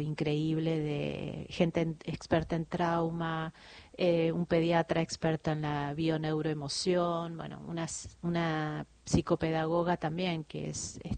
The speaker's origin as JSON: {"language": "Spanish", "region": "Buenos Aires", "country": "Argentina", "tie": "born there", "said": "No, yo nací en Capital, pero"}